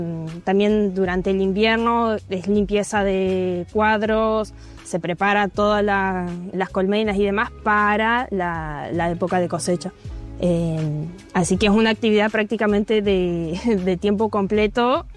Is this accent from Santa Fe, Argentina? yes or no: no; Costa Grande, Entre Ríos, Argentina; moved away as an adult; now in Paraná, Argentina; Yo crecí en una zona rural que se llama Costa Grande, que está más o menos a unos 80, 90 kilómetros de acá de Paraná. Hice mi jardín, primaria, secundaria, todo en escuela rural. Y recién llegué a Paraná cuando empecé a estudiar la carrera de artes, que por cierto empecé en el 2020